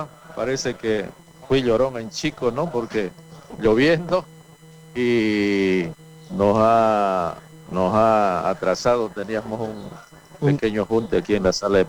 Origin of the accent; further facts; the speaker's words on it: Montero, Santa Cruz, Bolivia; donde yo nací en La Esperanza, donde había el primer ingenio azucarero de Bolivia, ¿no? Y solo que pertenecía a la provincia de Guarnes, ¿no? Pero soy de acá.